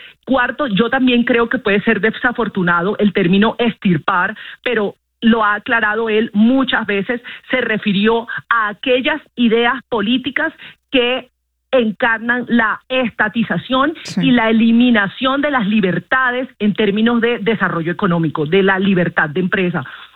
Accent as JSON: {"language": "Spanish", "country": "Colombia", "said": "Todos somos colombianos, tenemos los mismos derechos y los mismos deberes."}